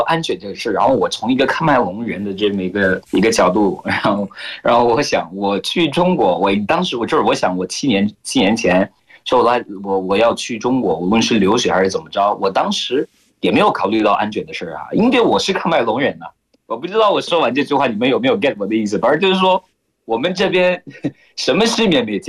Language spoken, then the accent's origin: Chinese; Cameroon; Chinese is a second language; now in China; 并不是说我不喜欢自己国家的美食吧，我当然喜欢，我特别喜欢就是非洲餐，然后喀麦隆餐。